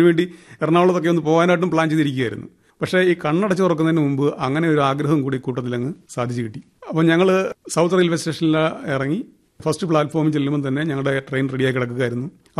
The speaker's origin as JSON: {"language": "Malayalam", "town": "Evoor", "region": "Kerala", "country": "India", "tie": "born or raised there", "said": "എന്റെ സ്വദേശം ഏവൂരാണ്. കായംകുളത്തിന് 7 കിലോമീറ്റർ വടക്കുമാറിയാണ് സ്ഥലം."}